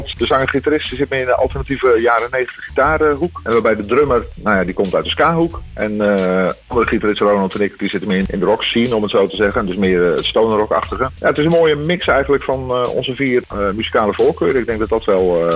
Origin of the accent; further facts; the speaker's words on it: Utrecht, Netherlands; now in Woerden, Netherlands; Ik kom zelf oorspronkelijk uit Utrecht, woon nu in Woerden.